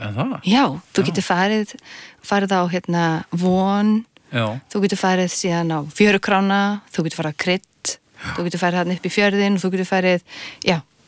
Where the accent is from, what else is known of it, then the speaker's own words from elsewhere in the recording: Hafnarfjörður, Capital Region, Iceland; also born or lived in Reykjavík / Skógar; og ég fædd í Reykjavík. Og ég bjó á skóum undir Eyjafjöllum, svo flutti ég í Hafnarfjörð, mm-hmm. ólingsárunum, mm-hmm. og ég bý ennþá í Hafnarfjörði.